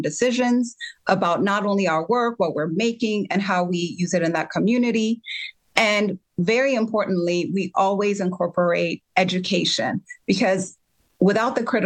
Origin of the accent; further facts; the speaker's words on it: Ethiopia; now in United States; So my family is from Ethiopia, and I grew up in Ethiopia.